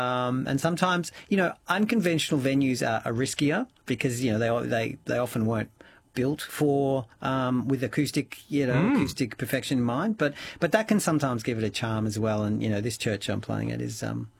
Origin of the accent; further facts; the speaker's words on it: Melbourne, Victoria, Australia; so I did that in my hometown of Melbourne, and I went back to the corner where I did so many of those shows 20 years ago